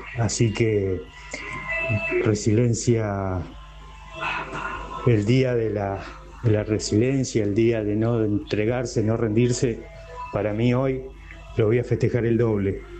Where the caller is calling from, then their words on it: Rafaela, Santa Fe, Argentina; de Rafaela